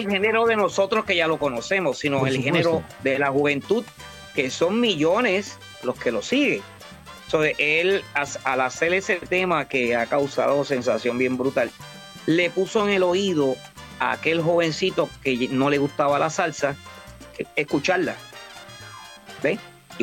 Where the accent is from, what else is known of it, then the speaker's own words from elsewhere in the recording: Peru; y visual bien chévere para mi pueblo de Perú, mano.